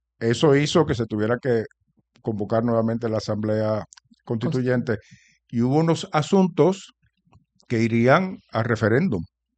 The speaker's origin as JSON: {"language": "Spanish", "country": "Puerto Rico"}